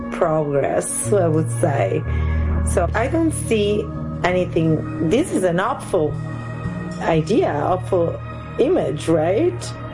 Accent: Italy

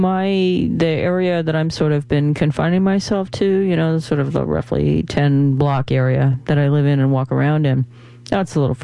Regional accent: New York, United States; as a New Yorker

